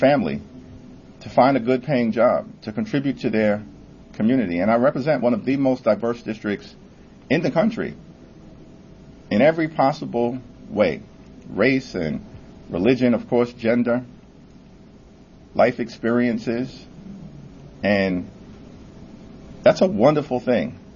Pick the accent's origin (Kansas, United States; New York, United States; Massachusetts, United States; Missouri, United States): New York, United States; I'm a New Yorker second, but a Brooklynite first. And I think the good thing, the amazing thing about being from Brooklyn is that it is one of the most diverse places in the world.